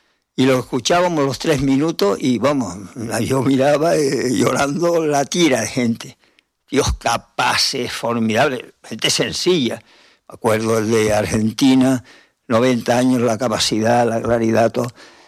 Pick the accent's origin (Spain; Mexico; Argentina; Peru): Spain; Guatiza, Canary Islands; Está ahí al ladito de donde yo nací, en Guatiza.